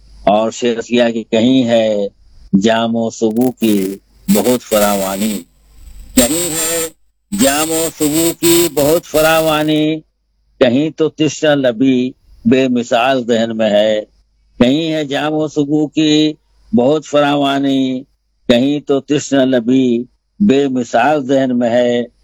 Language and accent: Hindi; Aurangabad, Bihar, India; मैं औरंगाबाद बिहार का रहने वाला हूँ